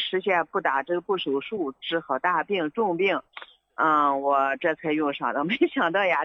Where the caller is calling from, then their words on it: Baoji, Shaanxi, China; 啊，我是陕西宝鸡的。